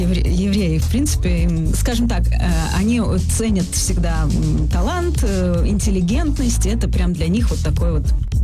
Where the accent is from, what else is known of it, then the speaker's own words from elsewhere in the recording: Odesa, Odesa Oblast, Ukraine; Изначально я родилась на Молдаванке, прожила там юность свою.